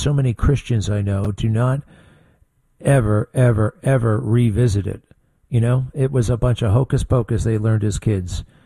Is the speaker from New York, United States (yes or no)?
yes; Garden City, New York, United States; President Trump was in Garden City on Long Island, my hometown.